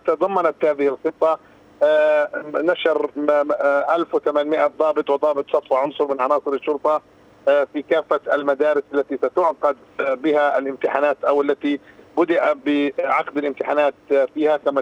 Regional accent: Palestine; في مجتمعنا الفلسطيني

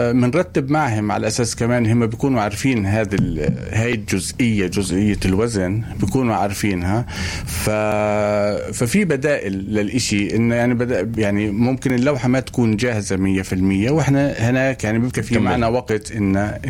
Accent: Palestine; كنت أنا كفنان فلسطيني

